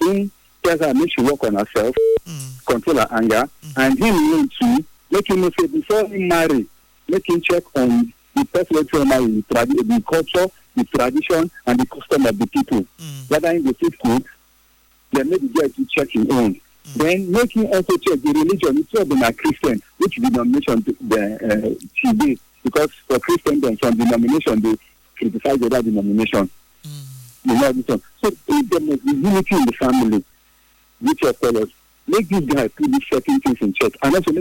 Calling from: United Kingdom; I'm calling from the UK.

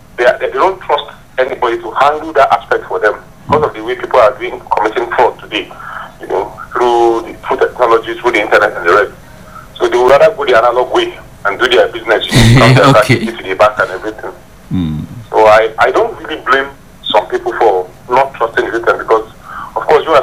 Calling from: Tudun Wada, Nigeria; I'm calling from Tudunwada.

